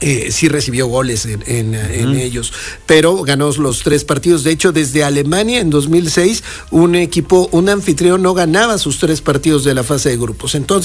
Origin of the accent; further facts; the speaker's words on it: Mexico; Nosotros, como mexicanos, a veces ya lo platicábamos